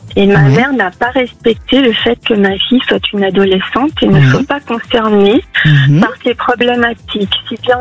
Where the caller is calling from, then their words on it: Chambéry, Auvergne-Rhône-Alpes, France; De Chambéry.